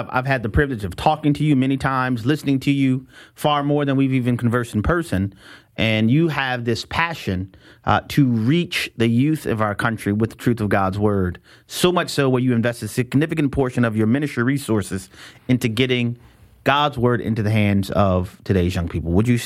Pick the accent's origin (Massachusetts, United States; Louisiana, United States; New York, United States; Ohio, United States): Louisiana, United States; New Orleans; moved away; I'm from New Orleans originally